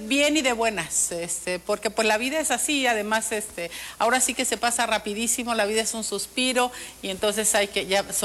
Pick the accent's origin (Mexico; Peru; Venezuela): Mexico; Michoacán; le dedico a las mujeres de mi tierra, a las mujeres de la Tierra Caliente y la Sierra Costa de Michoacán